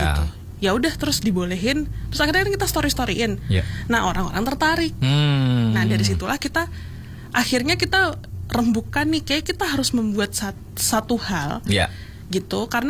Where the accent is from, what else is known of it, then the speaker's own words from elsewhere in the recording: Jakarta, Indonesia; moved away as an adult; now in Yogyakarta, Indonesia; aku aslinya dari Jakarta mas yeah. gitu, mm-hmm. aku mencoba perspektif sebagai anak Jakarta